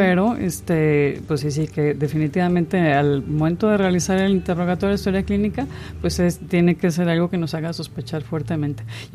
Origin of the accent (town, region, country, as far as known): Mexico